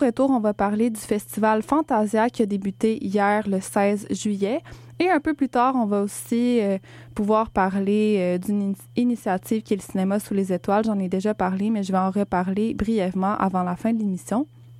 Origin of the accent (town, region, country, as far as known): Quebec, Canada